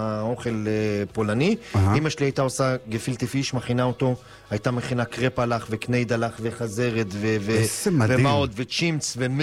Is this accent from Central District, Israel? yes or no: no; Or Yehuda, Tel Aviv District, Israel; נולדתי באור יהודה, כן.